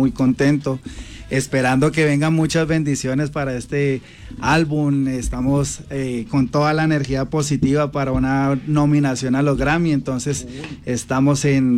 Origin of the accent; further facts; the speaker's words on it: Bogotá, Colombia; now in Medellín, Colombia; Sí, no, yo nací en Bogotá, nacido y criado. Ahorita ya llevo 6 años también viviendo en Medellín, contento con la tierra antioqueña que también me recibió de una forma muy hermosa.